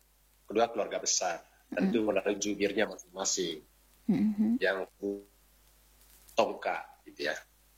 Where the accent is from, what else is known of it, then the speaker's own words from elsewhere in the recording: East Nusa Tenggara, Indonesia; apa istilahnya kita orang Manggarai ini.